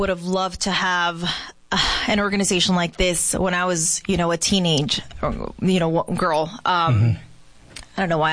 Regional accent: Yuma, Arizona, United States; So it was very meaningful, also because I grew up in Yuma. I grew up going to Circle K and then like looking at the newspaper, and it was the Yuma Sun.

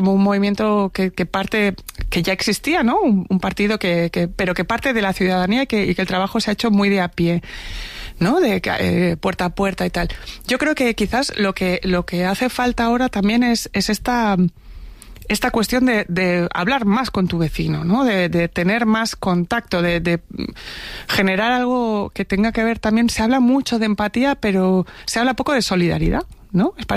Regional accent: Barcelona, Catalonia, Spain; also born or lived in Buenos Aires, Argentina; now in Madrid, Spain; Yo no soy una migrante de segunda generación porque yo, por más que nací en Buenos Aires, he crecido en Barcelona prácticamente toda mi vida hasta que me vine aquí a Madrid.

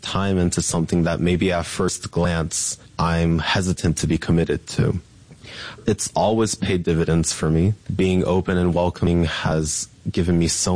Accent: Japan; born or raised there; also born or lived in Memphis

